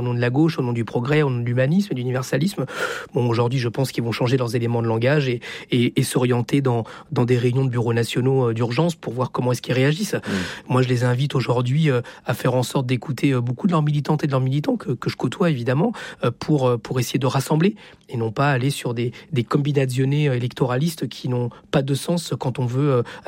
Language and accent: French; Chile; now in France; Je viens du Chili, je suis fils d'exilé politique, que je suis en France